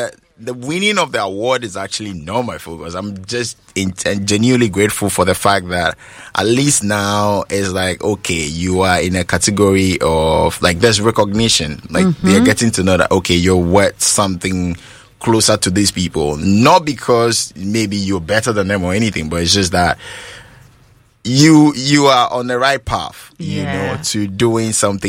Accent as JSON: {"language": "English", "country": "Ghana", "said": "I'm Ghanaian, and Ghana gave me all the opportunities I could think of."}